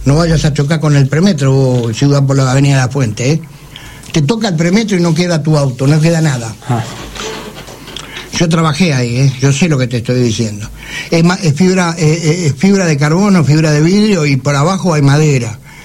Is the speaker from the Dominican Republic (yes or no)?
no; Buenos Aires, Argentina; Soy un viejo vecino de la zona, no soy de colegiales, pero soy de Villaortúzar, que está pegado al lado.